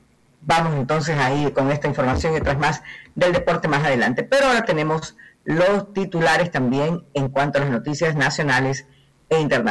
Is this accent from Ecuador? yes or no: yes; Ecuador; como ecuatorianos también tenemos objetivos nacionales